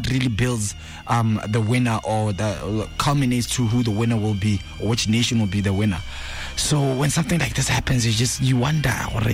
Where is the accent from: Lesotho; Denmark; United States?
Lesotho; We grew up in Lesotho at one point, so he's also part of us.